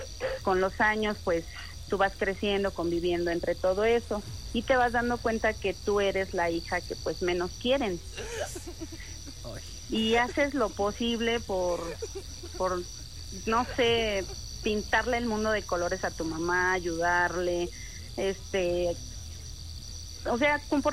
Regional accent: Venustiano Carranza, Mexico City, Mexico; Tengo 32 y soy de la alcaldía Venustiano Carranza.

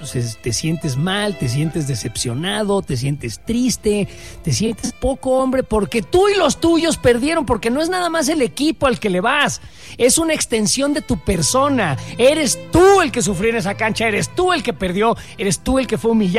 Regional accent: Mexico; Somos mexicanos

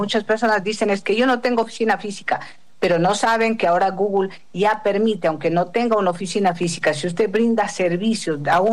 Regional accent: Ecuador; moved away as an adult; now in Guadalajara, Mexico; En realidad yo soy ecuatoriana, vivo en Guadalajara ahora, hace unos 8 meses estoy por acá.

